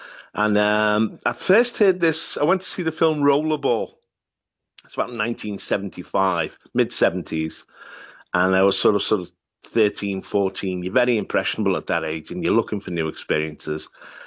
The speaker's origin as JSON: {"language": "English", "town": "Liverpool", "region": "North West England", "country": "United Kingdom", "also_born_or_lived": "Cambridge", "said": "I'm from North Liverpool, but I went to Cambridge"}